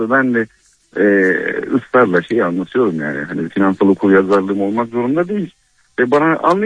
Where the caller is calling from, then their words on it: Istanbul, Turkey; İstanbul'dan arıyordum.